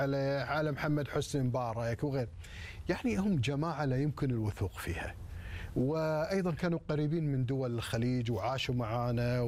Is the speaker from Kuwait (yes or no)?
yes; Kuwait; إحنا ككويتيين